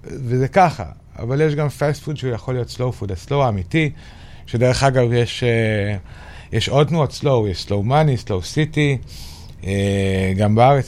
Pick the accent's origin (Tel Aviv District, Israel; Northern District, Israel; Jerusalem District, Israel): Jerusalem District, Israel; Jerusalem; moved away; נולדתי וגדלתי בירושלים, רק אחר כך עברנו לערים שמחוץ לירושלים.